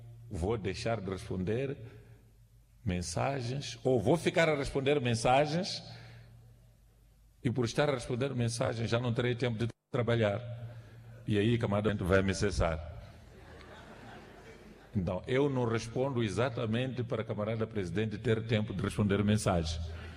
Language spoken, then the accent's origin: Portuguese; Mozambique